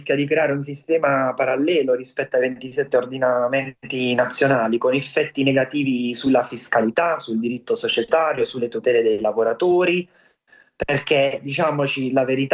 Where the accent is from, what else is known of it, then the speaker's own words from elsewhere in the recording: Southern Italy, Italy; a me che vengo dal Mezzogiorno